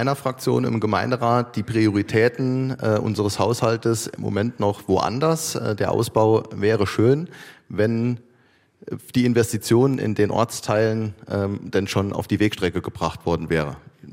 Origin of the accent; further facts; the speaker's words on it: Otzenhausen, Saarland, Germany; ich komme aus Otzenhausen, wir haben super engagierte Vereine